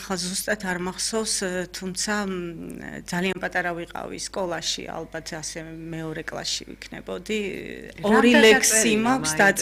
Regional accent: Kakheti, Georgia; კახელი ვარ.

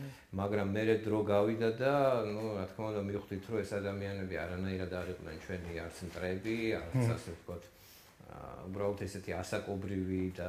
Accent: Tbilisi, Georgia; დაიბადე ბუნებრივია ქალაქ თბილისში. როგორც მითხრეს ვერაზე.

